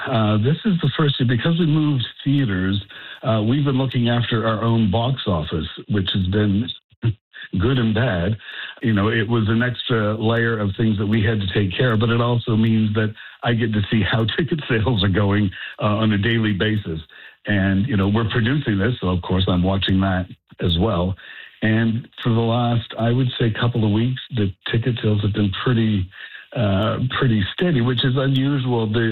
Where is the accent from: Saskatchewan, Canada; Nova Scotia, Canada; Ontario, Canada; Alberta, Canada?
Nova Scotia, Canada; Kentville; But I'm from Kentville, and it was starting to get a little onerous to be traveling back and forth